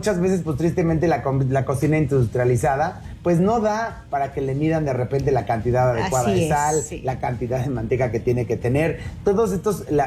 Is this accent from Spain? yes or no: no; Mexico; no, porque realmente estamos reconocidos a nivel internacional por pues todos los expertos, comelones, todos los tragones que han dado este sello de validación a nuestra cocina tan importante como la mexicana, ¿no?